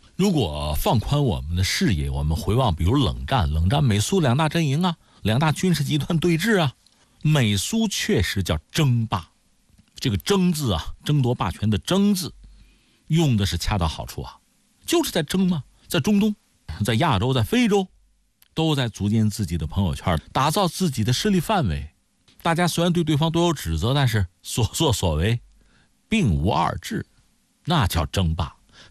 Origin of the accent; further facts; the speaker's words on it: China; 但恐怕我们中国人不会答应。